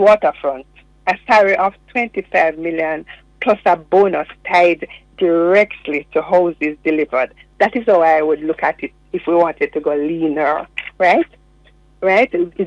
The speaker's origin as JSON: {"language": "English", "region": "Trelawny", "country": "Jamaica", "said": "in Trelawney, where I'm from, right?"}